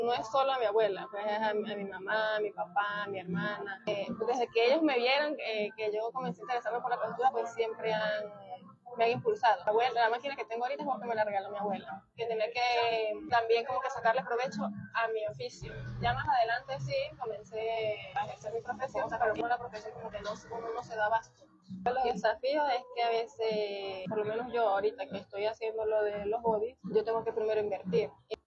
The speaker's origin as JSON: {"language": "Spanish", "region": "Trujillo", "country": "Venezuela", "lives_now": "Mérida, Venezuela", "said": "Yo como estudiante, pues mi hermano y yo vinimos de Trujillo a estudiar aquí a Mérida."}